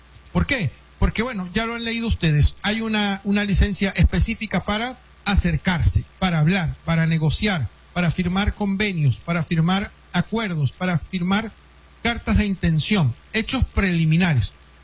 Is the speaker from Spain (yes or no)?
no; Venezuela; quisiéramos ver, como venezolanos, quisiéramos ver el presupuesto, quisiéramos ver el cronograma de ejecución